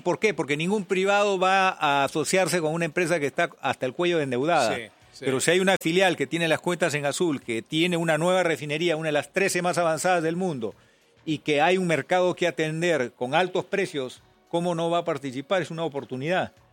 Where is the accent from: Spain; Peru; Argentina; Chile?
Peru